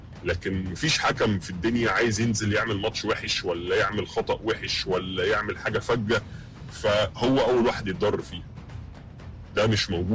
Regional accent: Egypt

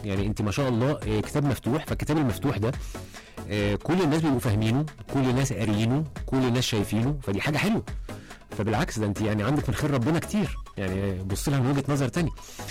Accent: Egypt; بيعملوها المصريين اعتقد احنا الشعب الوحيد اللي بيعملها

